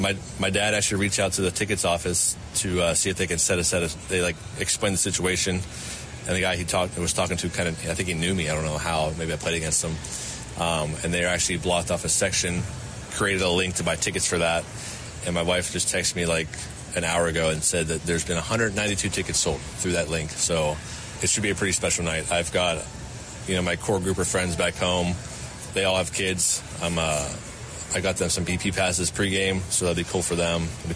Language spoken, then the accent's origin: English; Pittsburgh, Pennsylvania, United States; growing up in Pittsburgh, I was about 20 minutes from the stadium.